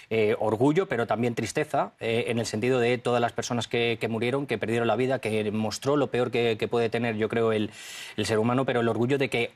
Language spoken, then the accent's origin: Spanish; Spain; Yo como español estaría asustado si mi gobierno apoya o cómo está apoyando, está dando armamentos a Kiev y está permitiendo este tipo de provocaciones.